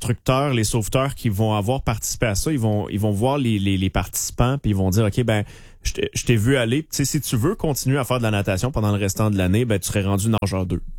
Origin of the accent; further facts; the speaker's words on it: Nicolet, Quebec, Canada; moved away; j'ai grandi à Nicolette, là, comme j'ai dit.